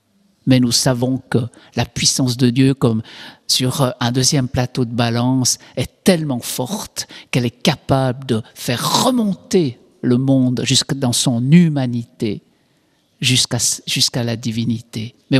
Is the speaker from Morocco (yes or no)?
no; Switzerland; en Suisse, comme je suis suisse